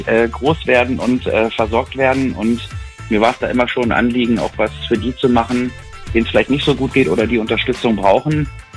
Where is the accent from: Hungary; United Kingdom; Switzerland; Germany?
Germany; Wolfsburg, Lower Saxony; machen diesmal auch Halt in Wolfsburg, weil es ja irgendwie auch so ein bisschen meine Heimat ist, wo ich herkomme.